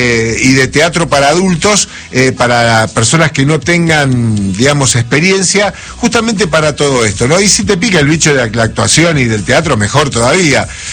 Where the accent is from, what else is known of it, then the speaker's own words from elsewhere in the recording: Argentina; Nosotros que somos los argentinos, que somos descendientes de los italianos, nos la pasamos gesticulando con las manos